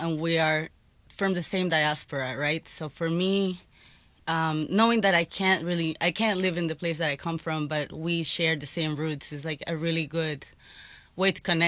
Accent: San Andrés and Providencia, Colombia; now in Miami, United States; Oh, I'm from St. Andrews. I'm from the Raizal Nation, politically Colombian.

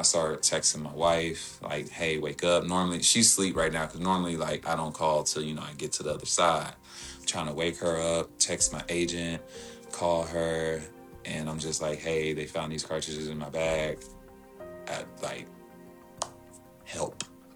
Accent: Houston, Texas, United States; So born and raised Houston, Texas, me and my dad, my mom, my sister, two sisters, one brother, but grew up pretty traditional household

